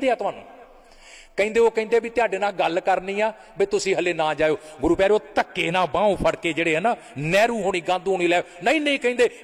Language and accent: Punjabi; Punjab, India; ਇਹ 200 ਸਾਲ ਗੋਰਿਆਂ ਦੇ ਗੁਲਾਮ ਰਿਹਾ, ਅਤੇ ਅਸੀਂ ਪੰਜਾਬੀ ਜਿਹੜੇ 98 ਸਾਲ ਗੁਲਾਮ ਰਹੇ ਹਾਂ।